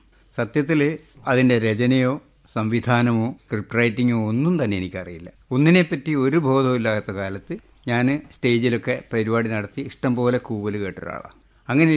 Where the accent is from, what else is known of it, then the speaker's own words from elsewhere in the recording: Purakkad, Kerala, India; born there; ഞങ്ങളുടെ നാട്ടിലെ പുറക്കാട് എന്ന കൊച്ചു ഗ്രാമത്തിലെ ചെറുപ്പക്കാരെല്ലാം കൂടി